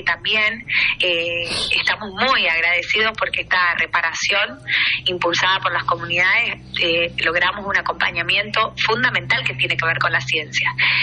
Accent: Las Toscas, Santa Fe, Argentina; Yo soy de Las Toscas

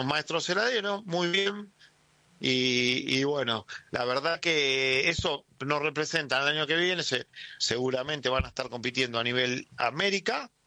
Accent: Buenos Aires, Argentina; De Villaluro y Liniers

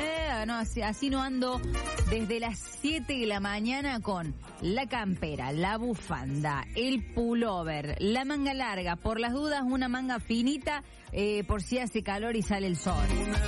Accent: Córdoba, Argentina; Me salió más tucumano que cordobés, pero bueno, soy cordobés.

